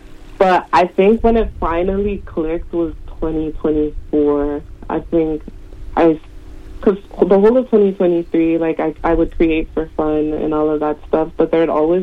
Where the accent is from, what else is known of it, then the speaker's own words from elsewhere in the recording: Toronto, Ontario, Canada; I'm from Toronto, like, I'm from the West End of Toronto. I grew up in, like, near Jane and Finch.